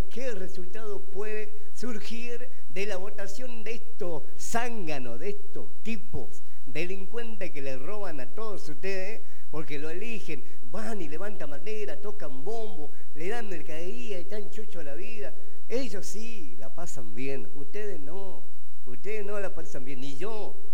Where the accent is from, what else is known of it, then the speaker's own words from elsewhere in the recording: Argentina; Así que le voy a decir simplemente que es mi nobleza, como hombre, como argentino. Yo conozco mi patria